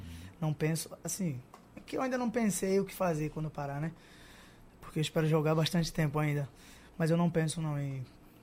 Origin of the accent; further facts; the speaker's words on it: Olinda, Pernambuco, Brazil; Eu sou olindense. De Águas Compridas. Uhum. De uma realidade muito difícil, sabe, João? E a gente sabe que a gente do Nordeste, né?